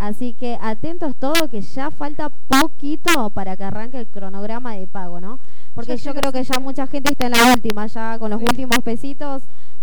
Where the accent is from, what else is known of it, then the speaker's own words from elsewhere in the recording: Argentina; Somos argentinos